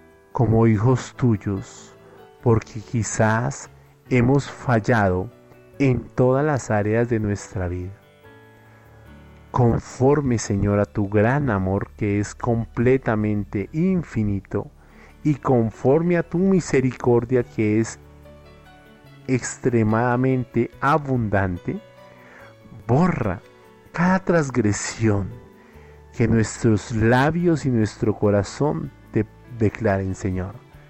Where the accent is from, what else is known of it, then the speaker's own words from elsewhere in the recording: Colombia; Ten piedad de nosotros como colombianos.